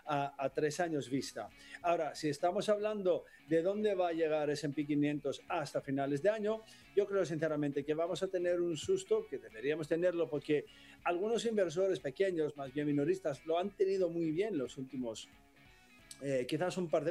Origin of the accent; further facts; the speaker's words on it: Greece; yo soy griego